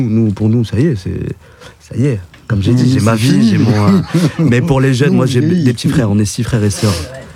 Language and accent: French; Coulounieix-Chamiers, Nouvelle-Aquitaine, France; En 94. Je suis né à Coulmiers-Chamiers, au Romain Roland, là où ils ont détruit les bâtiments.